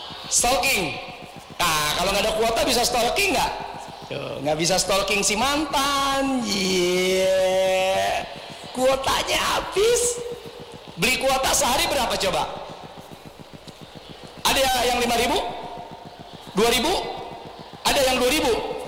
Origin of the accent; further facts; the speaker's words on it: Medan, North Sumatra, Indonesia; saya kan orang Mandailing Natal, orang Medan, jadi